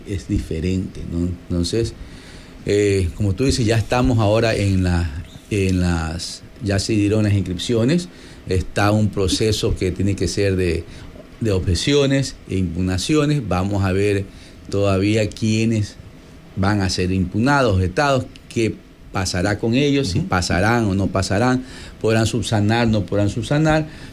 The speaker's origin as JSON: {"language": "Spanish", "region": "Manabí", "country": "Ecuador", "also_born_or_lived": "Guayaquil", "moved": "as an adult", "said": "los manavitas vivíamos en potreros"}